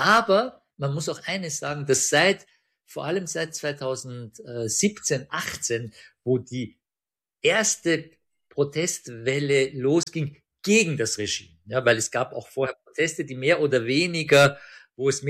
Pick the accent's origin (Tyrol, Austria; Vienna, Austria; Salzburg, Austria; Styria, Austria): Styria, Austria; Graz; born there; also born or lived in Tehran, Iran; ich bin zwar in Graz geboren und habe dann aber, wenn ich mich richtig erinnere, 7 Jahre in Teheran verbracht, 7 Jahre meiner Kindheit, und bin dann einmal noch, wie ich dann schon in Graz wieder gelebt habe, dann in den Sommerferien nach Teheran.